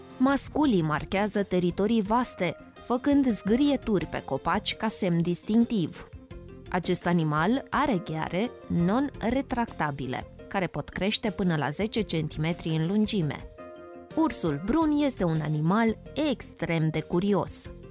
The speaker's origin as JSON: {"language": "Romanian", "country": "Romania"}